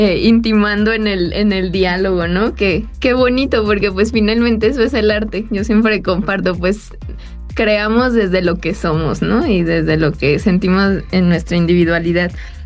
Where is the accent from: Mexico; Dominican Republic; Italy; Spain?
Mexico; nuestra identidad también como de mexicanos